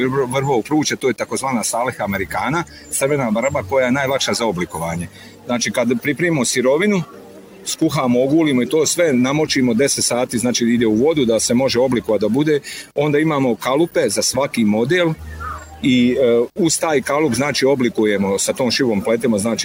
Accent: Domaljevac, Federation of Bosnia and Herzegovina, Bosnia & Herzegovina; znači dolazim iz Domaljevca, to vam je općina Domaljevac-Šamac

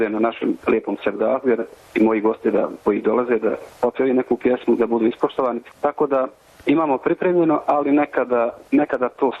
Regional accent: Kozarac, Republika Srpska, Bosnia & Herzegovina; born there; also born or lived in Vienna, Austria; Pa evo, ja sam rođen u Kozarcu, znači kod Prijedora.

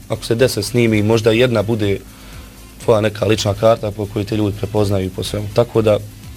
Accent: Sarajevo, Federation of Bosnia and Herzegovina, Bosnia & Herzegovina; Ja sam jedini finalista iz Sarajeva trenutno i nadam se da će Sarajevo, da će naš šeher glasa

